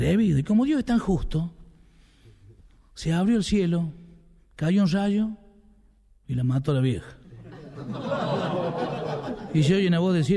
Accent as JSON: {"language": "Spanish", "town": "San Francisco", "region": "Córdoba", "country": "Argentina", "said": "yo soy de San Francisco, ¿no? No California, acá. Para Santa Fe."}